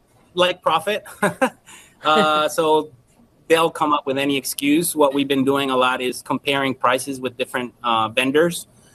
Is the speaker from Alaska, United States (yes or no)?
no; New York, United States; now in Huntsville, United States; We're originally from New York.